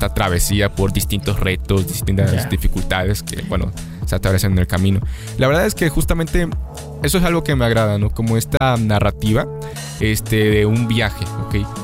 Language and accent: Spanish; San Andrés Tuxtla, Veracruz, Mexico; now in Xalapa, Mexico; ya, pues yo pues no soy de aquí, yo soy de San Andrés Tuxtla.